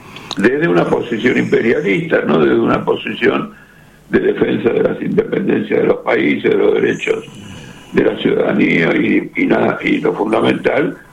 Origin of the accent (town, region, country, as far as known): Argentina